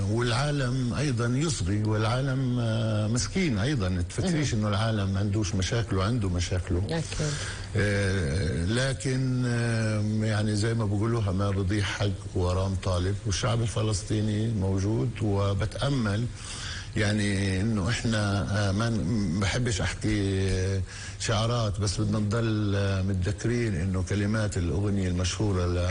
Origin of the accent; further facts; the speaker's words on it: Palestine; إحنا أيضا كفلسطينيين